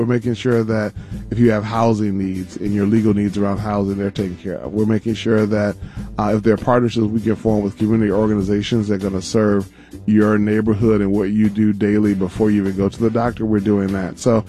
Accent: Detroit, Michigan, United States; now in Minneapolis, United States; you're born and raised in Detroit.

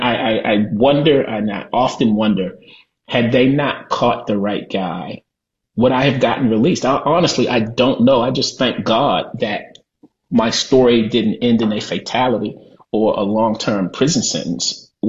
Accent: Baltimore, Maryland, United States; moved away; also born or lived in Los Angeles; growing up in Baltimore, being on the receiving end of excessive force by the police. My time living in LA, being on the receiving end of excessive force by the police.

